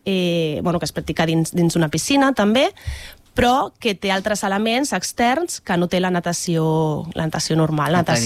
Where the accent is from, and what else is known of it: L'Hospitalet de Llobregat, Catalonia, Spain